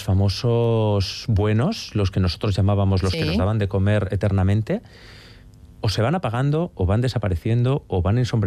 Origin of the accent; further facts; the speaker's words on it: Trucíos, Basque Country, Spain; now in Madrid, Spain; A ver, bueno, soy madrileño de adopción, pero